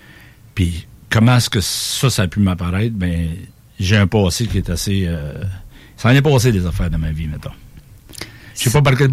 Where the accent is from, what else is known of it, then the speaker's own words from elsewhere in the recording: Sherrington, Quebec, Canada; Quand j'étais jeune, je vivais à Sherrington, ouais. Dans le Racontant, un petit rang perdu, là, où, c'est quasiment un village